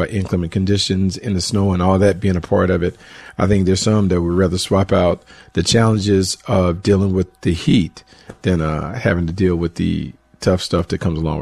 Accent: the South, United States; I grew up in the South where this was kind of the norm. It was hot. It was humid. It was muggy.

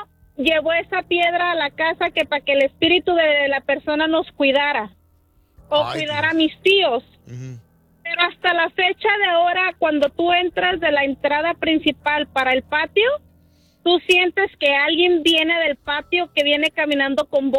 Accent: Guadalajara, Jalisco, Mexico; yo soy de Guadalajara y arriba mis Chivas.

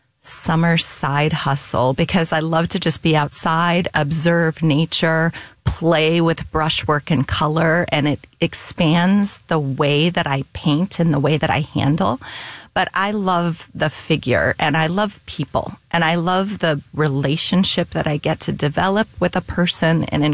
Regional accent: St. Louis, Missouri, United States; moved away as an adult; now in East Coast, United States; When I was growing up in St. Louis, there were really very few places that you could get this kind of classical education.

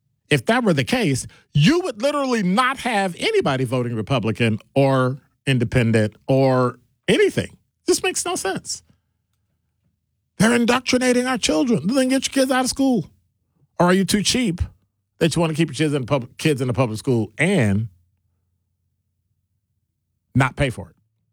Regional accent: Chicago, Illinois, United States; Just growing up in Chicago.

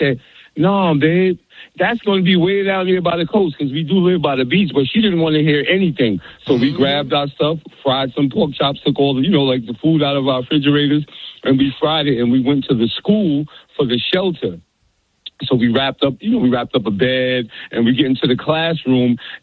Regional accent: New York City, New York, United States; moved away as an adult; now in Florida, United States; Listen, I'm from New York City originally. So my wife moved down to Florida. I came down in December.

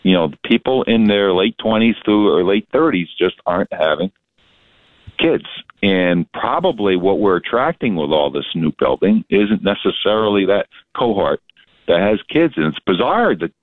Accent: Connecticut, United States; I never traveled up here. I grew up in Connecticut.

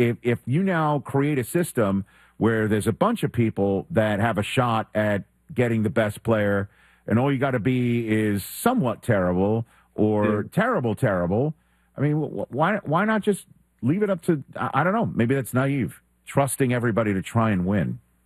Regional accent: New York, United States; You know, I'm a New Yorker, Jeff.

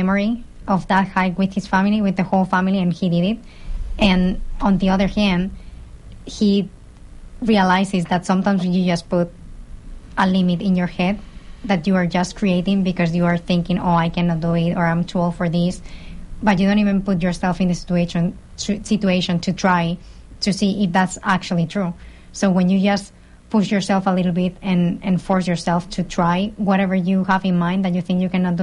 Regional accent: Madrid, Community of Madrid, Spain; now in United States; where I grew up in Madrid, so in the city.

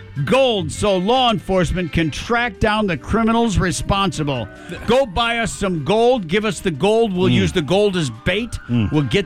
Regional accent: Grand Rapids, Michigan, United States; moved away; which comes to you from my hometown of Grand Rapids, Michigan.

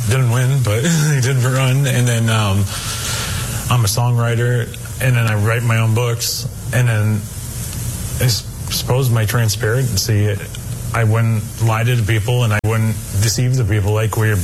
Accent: Farmington, Maine, United States; I'm from Farmington, Maine.

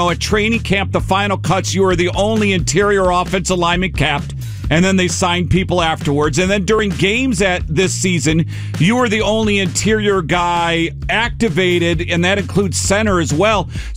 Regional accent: St. Paul, Minnesota, United States; I grew up in St. Paul.

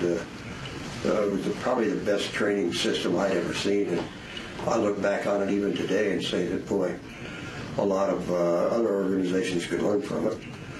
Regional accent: North Dakota, United States; I was born and raised up in North Dakota.

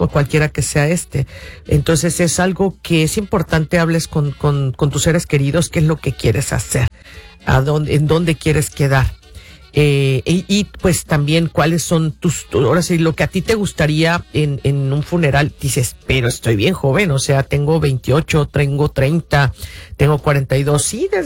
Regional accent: Mexico; moved away; En el caso de nosotros como mexicanos

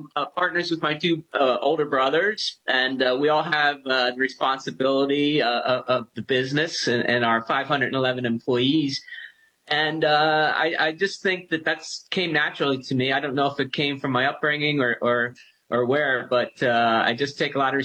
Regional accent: Pennsylvania, United States; I'm born and raised in the western suburbs of Philadelphia

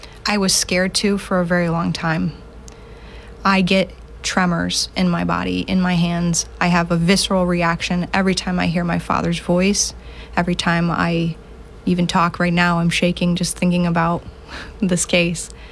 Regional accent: Bainbridge, United States; I'm from the Bainbridge area, and my community has stood up with me They have seen me grow up in this area

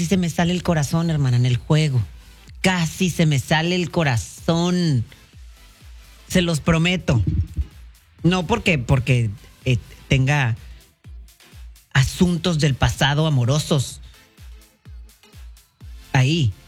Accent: Mexico; soy mexicana

